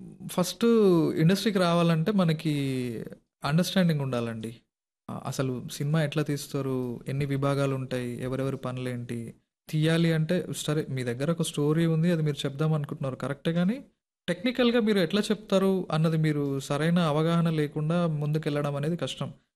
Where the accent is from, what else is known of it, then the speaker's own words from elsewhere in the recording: Bollepalli, Telangana, India; also born or lived in Nagarjuna Sagar; మాది సొంత ఊరు భువనగిరి దగ్గర బొల్లేపల్లి, రావినారాయణ రెడ్డి గారి గ్రామము.